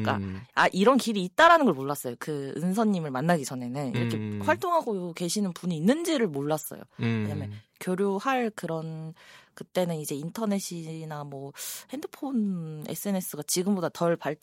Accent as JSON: {"language": "Korean", "town": "Jeonju", "region": "North Jeolla", "country": "South Korea", "tie": "born or raised there", "also_born_or_lived": "Chungcheong", "said": "네, 전주고요. 학교는 이제 위에 갔다 내려왔는데"}